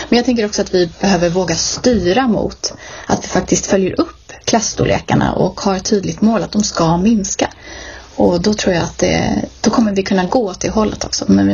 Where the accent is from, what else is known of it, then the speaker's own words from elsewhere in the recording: Älta, Stockholm County, Sweden; Sen 17 år har jag bott på Finnberget, men jag är uppvuxen i Älta också, så att jag har bott i lite olika delar av Nacka.